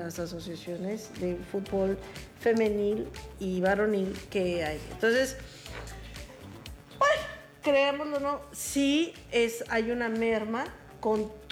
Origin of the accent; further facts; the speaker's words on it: Mexico; porque, y no somos los mexicanos, somos chinos